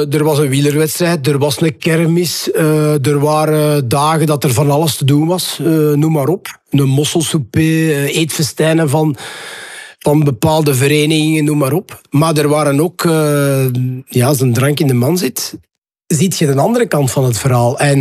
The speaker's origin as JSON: {"language": "Dutch", "town": "Ninove", "region": "Flanders", "country": "Belgium", "tie": "born or raised there", "said": "Dan zitten we in Ninove. Ik ben geboren en getogen in Ninove."}